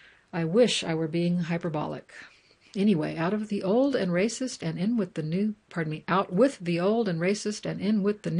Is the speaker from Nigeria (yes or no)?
yes; Nigeria; a few miles from my hometown in Nigeria was sent to my inbox